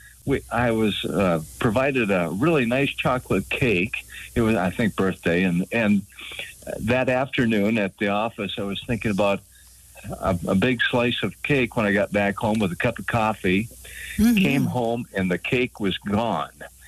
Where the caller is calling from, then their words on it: Fargo, North Dakota, United States; up in Fargo, North Dakota. Frosty Fargo.